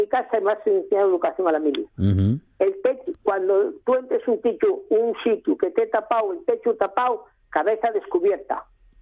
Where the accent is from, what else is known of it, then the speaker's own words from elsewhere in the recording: La Felguera, Asturias, Spain; soy de la Ferguera, ya me estuve de la Ferguera en todo un sitio concreto.